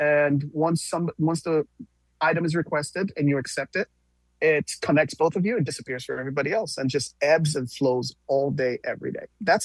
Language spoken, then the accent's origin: English; Nigeria; I'm Nigerian. I visit Nigeria a lot.